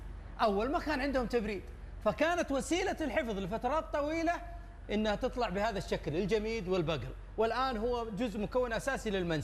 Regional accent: Cairo, Cairo Governorate, Egypt; حلو، اللي يعرف أنا من القاهرة.

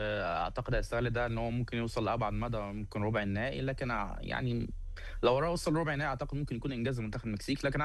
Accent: Egypt; يعني احنا كمصريين بندعي ربنا

